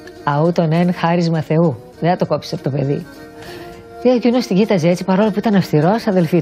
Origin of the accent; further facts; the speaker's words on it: Kalamaria, Central Macedonia, Greece; Εγώ είμαι από την Θεσσαλονίκη, την Καλαμαριά. Κάλωσα με όλη αυτή την κουλτούρα της ποντιακής ζωής, τέλος πάντων. Τα παιδιακά μου χρόνια ήταν ανέμελα στις γειτονιές.